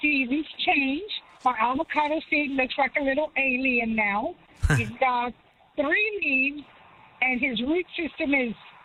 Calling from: Elmendorf, Texas, United States

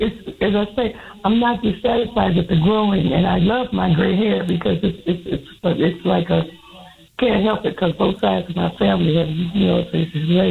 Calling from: Chicago, Illinois, United States; I'm in Illinois. I'm in Chicago.

